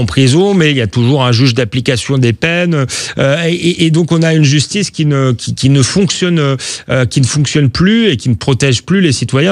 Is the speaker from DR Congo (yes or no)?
no; Épinay-sur-Seine, Île-de-France, France; born or raised there